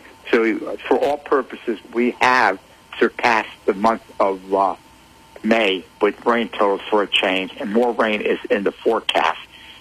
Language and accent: English; United States; I'm proud of being an American.